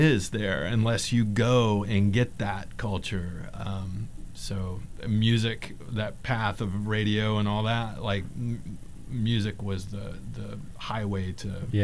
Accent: Alabama, United States; also born or lived in Mississippi; Yeah, I mean, I was born in Mississippi, raised in Alabama, very southern born and bred, that kind of thing.

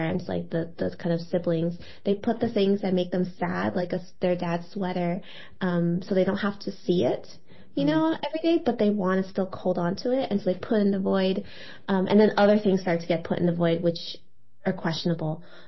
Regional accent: New Jersey, United States; I grew up in Jersey, and so I used to go to Chinatown all the time in New York City

